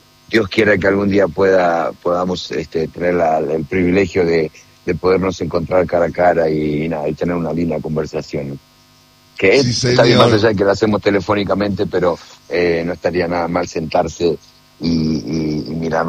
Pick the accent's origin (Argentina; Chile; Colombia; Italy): Argentina; Hoy somos todos argentinos.